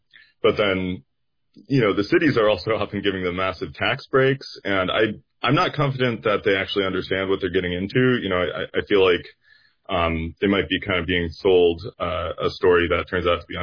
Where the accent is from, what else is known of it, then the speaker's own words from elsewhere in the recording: Duluth, Minnesota, United States; And I can tell you about a story from my hometown, Duluth, Minnesota.